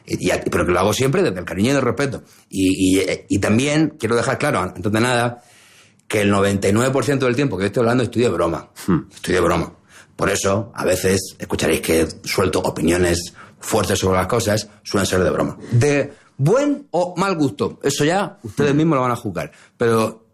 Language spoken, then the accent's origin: Spanish; Murcia, Region of Murcia, Spain; Soy un chico de Murcia, uh-huh. Nací en el año 86.